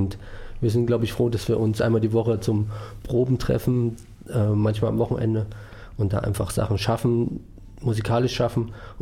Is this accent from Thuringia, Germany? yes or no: yes; Thuringia, Germany; Ich komme ursprünglich aus dem Eichsfeld